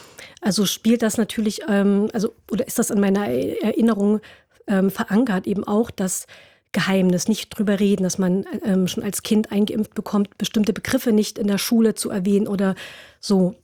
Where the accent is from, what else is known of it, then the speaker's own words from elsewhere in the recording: Germany; Also ich bin, wie gesagt, in der DDR geboren und aufgewachsen.